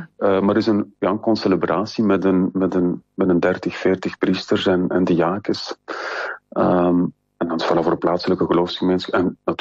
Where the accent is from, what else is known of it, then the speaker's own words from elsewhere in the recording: Belgium; Dus ik weet van mezelf, ik als Belg, en dan was er ook nog een Spanjaard.